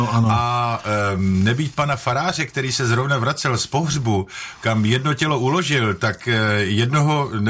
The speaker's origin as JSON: {"language": "Czech", "town": "Ivanovice na Hané", "region": "South Moravian Region", "country": "Czechia", "tie": "born or raised there", "said": "našeho rodného města Ivanovice na Hané"}